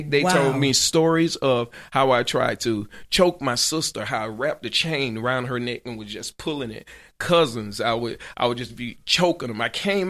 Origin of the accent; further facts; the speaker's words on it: Gadsden County, Florida, United States; I was raised over in Gaston County in the Quincy, Gretna area. Went to church over there. Born in the Pentecostal Church, Tabernacle Church of Christ Written in Heaven, under Bishop Nathaniel Pollock.